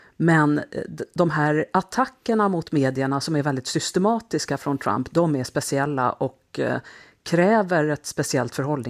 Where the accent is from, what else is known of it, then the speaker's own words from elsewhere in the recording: Halmstad, Halland County, Sweden; moved away as an adult; now in United States; syster med familj bor i Halmstad. Jag är alltid där på sommaren och ytterligare några gånger per år. Och det är min uppväxtstad och på många sätt min hemort fortfarande, även om jag inte har bott där sedan jag slutade gymnasiet. Men det är en viktig plats för mig.